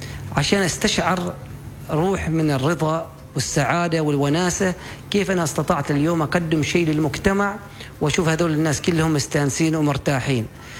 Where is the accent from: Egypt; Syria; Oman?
Oman; عندنا في عمان.